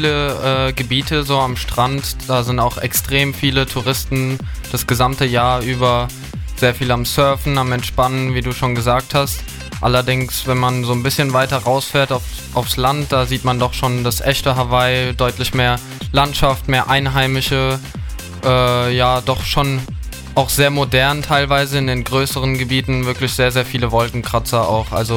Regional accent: Bad Münster, Germany; Ja, also tatsächlich, ich komme ja aus Bad Münster.

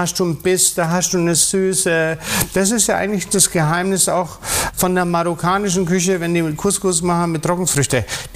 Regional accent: Creglingen, Baden-Württemberg, Germany; und aus Kreglinger im Taubertal, wo ich herkomme ursprünglich.

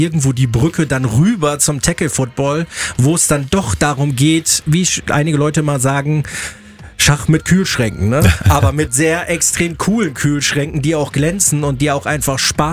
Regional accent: Germany; wir als Deutsche

